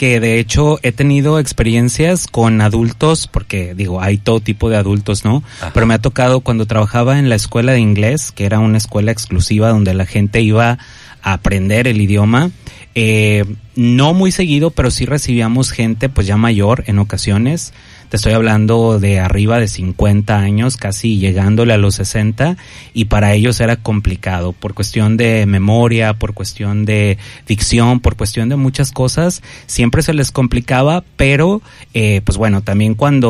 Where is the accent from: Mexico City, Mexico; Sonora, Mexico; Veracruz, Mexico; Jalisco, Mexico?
Jalisco, Mexico; Ciudad Guzmán; now in Manzanillo, Mexico; yo soy originario de Zapotlán el Grande, Ciudad Guzmán, Palabanda, pero yo ya me considero manzanillense porque ya tengo más de la mitad de mi vida viviendo aquí en Manzanillo. y me encanta el puerto.